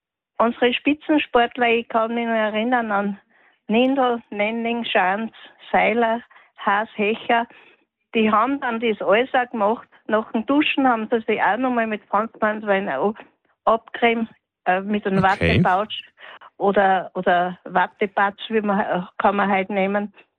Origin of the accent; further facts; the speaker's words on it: Obertraun, Upper Austria, Austria; Ich bin in Obertraun am Hallstätter See aufgewachsen.